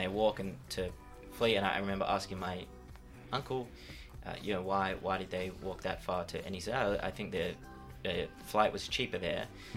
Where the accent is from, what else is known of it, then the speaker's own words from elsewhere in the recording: Australia; I say, I'm Australian. He goes, I seen your face, you're Yemeni, you're Temeni. I say, yeah, my father's family from Yemen.